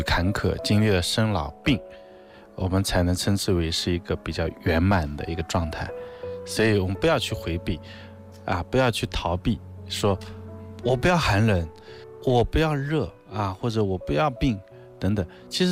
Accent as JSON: {"language": "Chinese", "country": "China", "said": "我们作为一个中国人"}